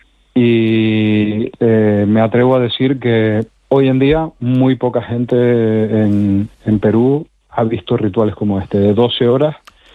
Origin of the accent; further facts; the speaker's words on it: Canary Islands, Spain; soy canario, o sea que subimos y bajamos todos los días a las montañas. Las islas son muy, muy escarpadas y yo vivo en Tenerife